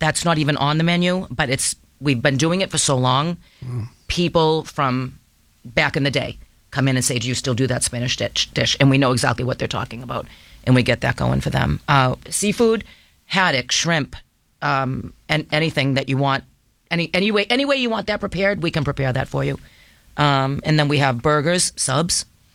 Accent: Everett, Massachusetts, United States; I'm from Everett. My husband's from Malden. We grew up on the beach.

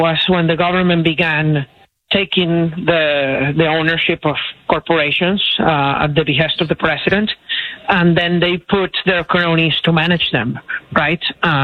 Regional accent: Venezuela; now in United States; I am from Venezuela

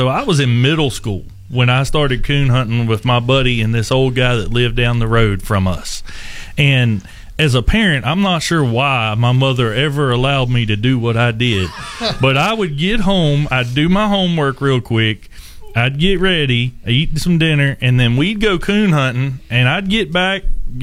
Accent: Virginia, United States; moved away; I'm originally from Virginia, right on the James River, and grew up coon hunting.

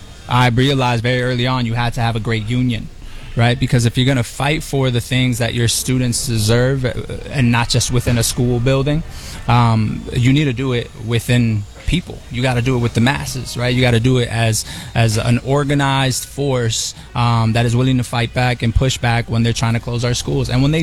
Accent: Chicago, Illinois, United States; I'm a Chicago kid, born and raised in Pilsen.

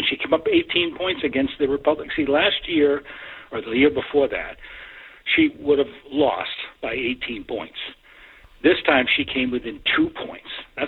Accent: Brookline, Massachusetts, United States; now in Tennessee, United States; Well, you know, I was from up there. You know that. And I was from Massachusetts.

